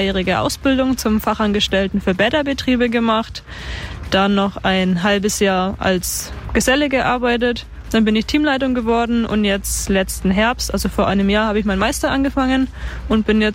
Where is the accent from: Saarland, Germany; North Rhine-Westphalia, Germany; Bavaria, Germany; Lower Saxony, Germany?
Bavaria, Germany; Bayreuth; moved away as an adult; now in Plankenfels, Germany; Ich komme aus Bayreuth ursprünglich und wohne mittlerweile jetzt in Plankenfels